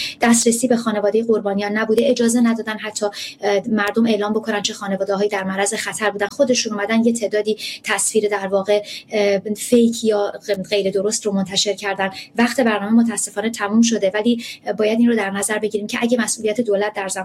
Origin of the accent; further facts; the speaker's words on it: Iran; moved away; ماهایی که در ایران سالها رو بزرگ شدیم،